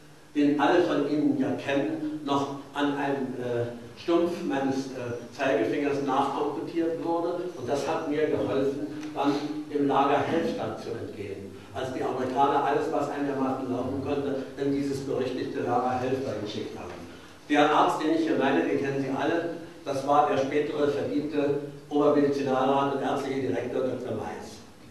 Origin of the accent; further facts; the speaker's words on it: Königsberg, East Prussia, Germany; moved away as an adult; Ich habe 1943 in Königsberg, meiner Heimatstadt, das Abitur gemacht, war auch noch an der Albertina-Universität bei der Stadt eingeschrieben